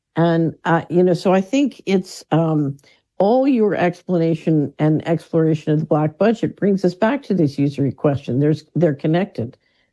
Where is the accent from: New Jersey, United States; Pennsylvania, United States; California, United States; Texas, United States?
Pennsylvania, United States; Philadelphia; yeah, I grew up in West Philadelphia.